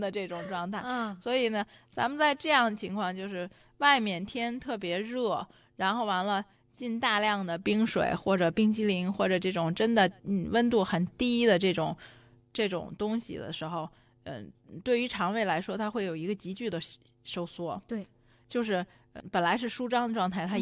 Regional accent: China; 我们中国人

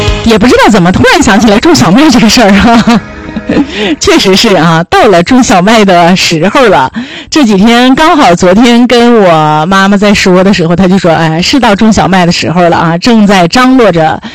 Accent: Shanxi, China; accent: Shanxi dialect; 我们山西话叫硕啊

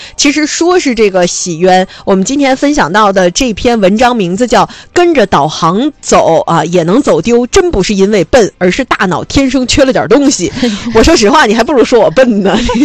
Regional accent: Tangshan, Hebei, China; now in Haikou, China; 回老家回唐山

